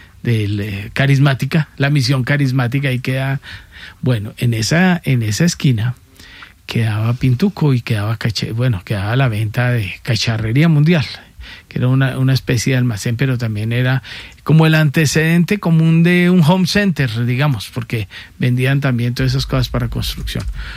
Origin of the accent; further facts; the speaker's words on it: Pereira, Risaralda, Colombia; yo no soy Rolos, yo soy Pereira.